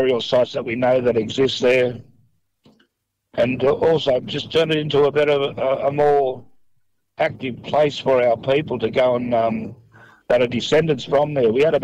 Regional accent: Gunnedah, New South Wales, Australia; I'm from Gunnedah. My tribal name … I'm on the Giyinbarai clan of the Gomeroi Nation.

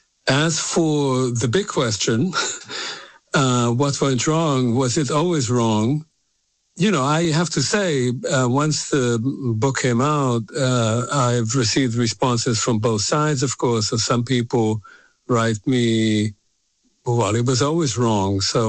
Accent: Tel Aviv, Tel Aviv District, Israel; moved away as an adult; also born or lived in Oxford, United Kingdom; now in United States; I was born in Israel in the mid-1950s. I was born in a kibbutz. I was raised in Tel Aviv. I, you know, went to school in Israel.

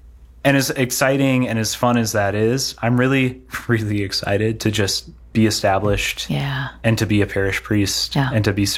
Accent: Eden, United States; But my first Sunday Mass was at home in Eden

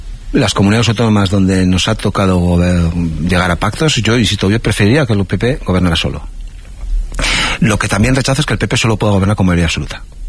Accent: San Sebastián, Basque Country, Spain; Independientemente de donde uno haya nacido, yo soy, por ejemplo, de Donosti.

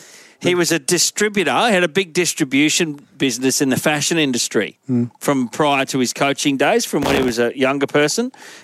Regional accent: Brisbane, Queensland, Australia; There was a guy I grew up with in Brisbane.

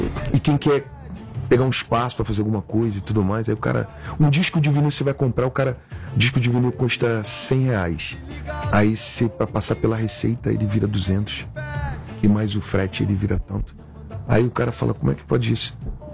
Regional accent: Rio de Janeiro, Brazil; eu sou carioca

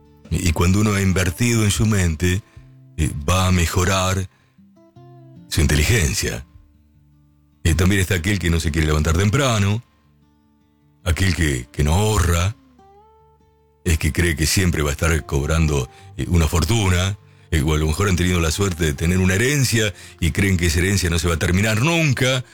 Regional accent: Lincoln, Buenos Aires Province, Argentina; now in Buenos Aires, Argentina; Yo cuando salí de mi ciudad de Lincoln, ella que está escuchando allí el amigo Carlitos, mi viejo me dijo, mirá, te voy a desear lo mejor, ya que te vas a la ciudad de Buenos Aires

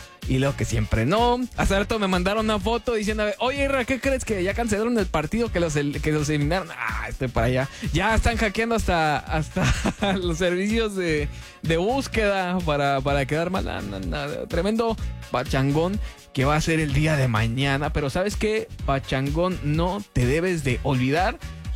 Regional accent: Mexico; yo soy mexicano 100%.

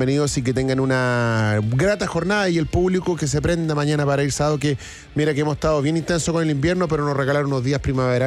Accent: Chile

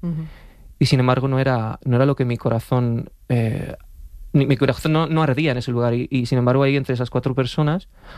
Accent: Alcalá de Henares, Community of Madrid, Spain; Yo soy de Alcalá de Henares, nací en Alcalá de Henares, ¿no?

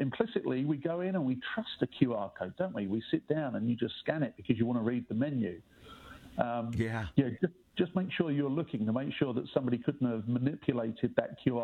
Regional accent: England, United Kingdom; with my accent, I'm English.

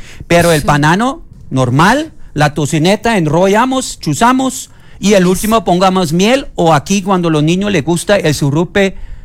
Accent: Germany; moved away as an adult; now in Colombia; yo soy alemán, estoy viviendo hace 36 años en Colombia

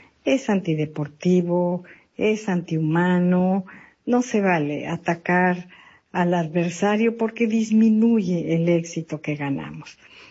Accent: Mexico; nosotros como mexicanos, cuando nos unimos, somos tan linda gente.

